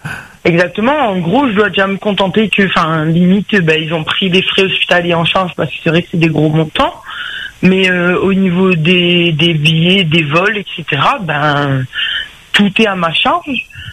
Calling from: Réunion; je rentrais chez vive à La Réunion, en fait, parce que je suis réunionnaise.

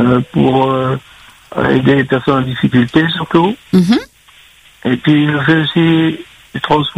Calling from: Saint-Benoît, Réunion; je suis sur Saint-Benoît.

